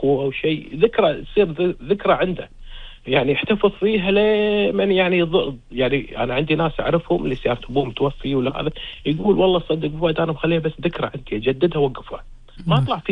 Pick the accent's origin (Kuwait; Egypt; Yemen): Kuwait; حق ديرتنا الحبيب الكويت